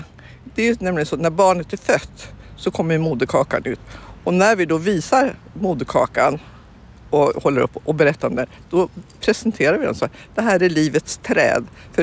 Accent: Ångermanland, Sweden; born there; moved away; Eftersom jag är född i norra Ångermanland och där björkarna var, ja, det var så självklart.

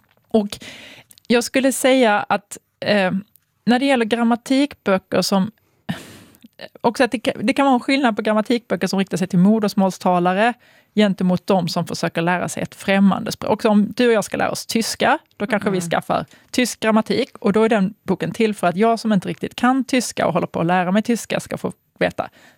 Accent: Sweden; vi som svenska

